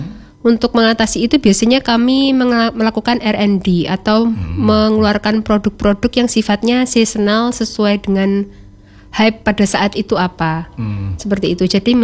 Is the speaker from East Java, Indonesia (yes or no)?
yes; Blitar, East Java, Indonesia; now in Malang, Indonesia; di Blitar, di kota saya awal. Awal tinggal